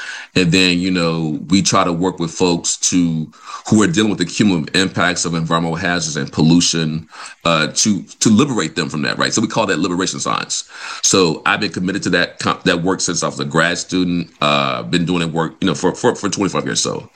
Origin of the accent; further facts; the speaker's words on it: Vicksburg, Mississippi, United States; I'm from Mississippi, so I'm from Vicksburg.